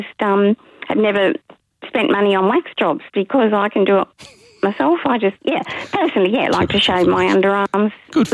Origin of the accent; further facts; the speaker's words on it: Sutherland Shire, New South Wales, Australia; all had to be shaved off and so I came from the Shire.